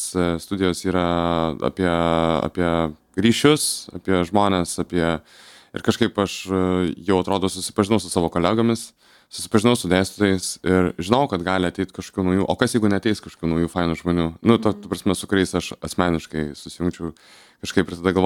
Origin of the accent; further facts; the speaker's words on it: Vilnius, Vilnius County, Lithuania; aš esu iš Vilniaus, tai aš neturiu kur Vilniui pabėgti.